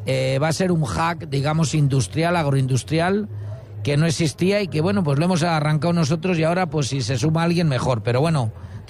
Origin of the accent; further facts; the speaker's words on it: Cerecinos de Campos, Castile and León, Spain; yo soy de Cerecinos de Campos